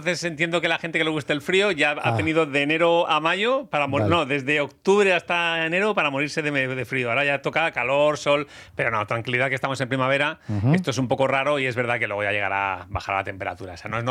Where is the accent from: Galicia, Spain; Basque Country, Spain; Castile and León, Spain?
Basque Country, Spain; Vitoria; born there; pero nací en Vitoria.